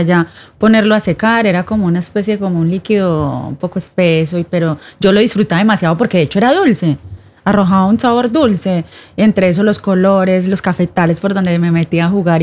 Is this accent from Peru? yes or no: no; Colombia; Y como colombiana, haber compartido haber tenido la suerte y el honor de haber tenido mis abuelos cafeteros y el café ser tan tradicional en Colombia.